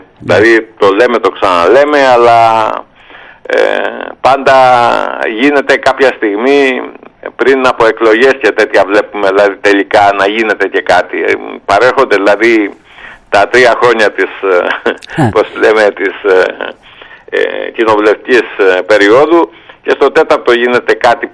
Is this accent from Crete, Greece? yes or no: yes; Crete, Greece; born there; also born or lived in Chania; στην Κρήτη, στην πατρίδα μου, αλλά κυρίως στα Χανιά, όπου στα 14 μου χρόνια είδα τον κόσμο από ψηλά